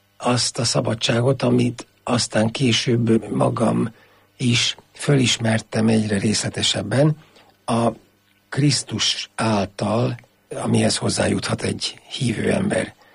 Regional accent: Érsekvadkert, Nógrád, Hungary; Tehát Érsekvadkertől származom, ez Palócországnak a, mondjuk azt, hogy a szíve közepe, nevezzük annak

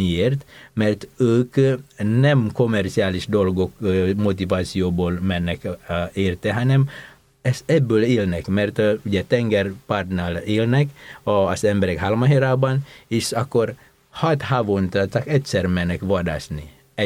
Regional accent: Indonesia; Hungarian is a second language; Mondjunk például az én kultúrámban, amikor ugye Indonéziából származom, oda érkeztek a misionárisok

